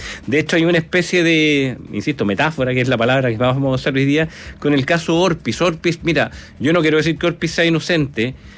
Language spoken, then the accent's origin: Spanish; Valparaíso, Chile; yo soy abogado de Valparaíso, estudié en la U de Valpo